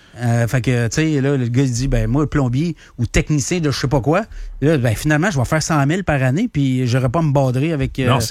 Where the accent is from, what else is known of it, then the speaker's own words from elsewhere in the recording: Canada; là, ça nous coûte des milliards là, en tant que Canadien là-dedans aussi